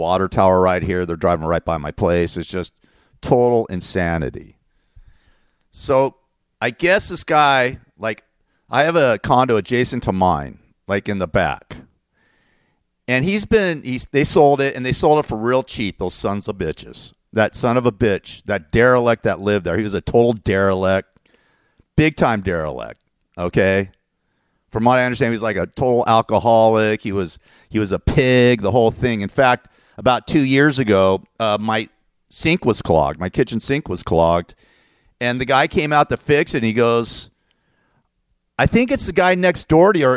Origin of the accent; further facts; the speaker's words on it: Los Angeles, California, United States; now in Inland Empire, United States; You know, I grew up in the San Fernando Valley. I grew up in Tarzana and Woodland Hills.